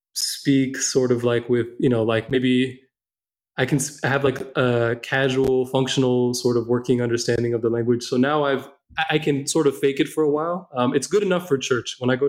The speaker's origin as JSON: {"language": "English", "country": "United States", "tie": "born there", "also_born_or_lived": "San Diego, California / Las Vegas, Nevada", "first_language": "Amharic", "second_language": "English", "said": "When we were growing up in San Diego"}